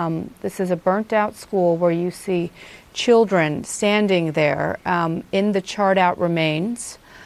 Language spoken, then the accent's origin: English; Moldova; I'm from the former Soviet Union, I'm from Moldova, I know the food there very well and the significance of bread.